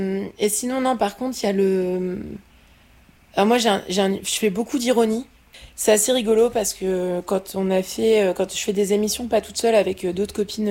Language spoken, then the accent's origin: French; France; Moi, j'ai beaucoup de mal avec l'humour allemand parce que j'ai grandi en France.